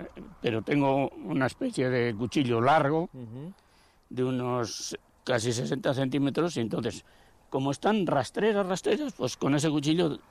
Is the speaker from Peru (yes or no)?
no; Palencia, Castile and León, Spain; now in Basque Country, Spain; yo soy de Palencia